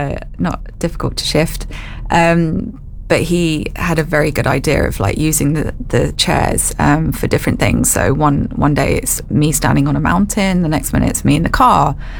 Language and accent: English; England, United Kingdom; moved away; because I am English